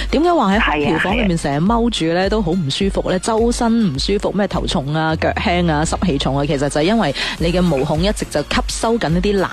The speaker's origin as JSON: {"language": "Cantonese", "region": "Guangdong", "country": "China"}